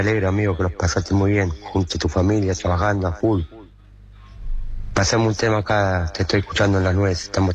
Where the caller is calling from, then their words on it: San Gregorio, Uruguay; de San Gregorio.